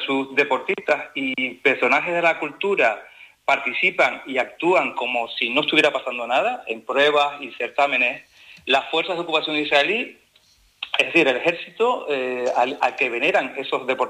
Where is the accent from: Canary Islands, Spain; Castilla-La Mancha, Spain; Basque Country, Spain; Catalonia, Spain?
Canary Islands, Spain; Yo, como canario, abierto al mundo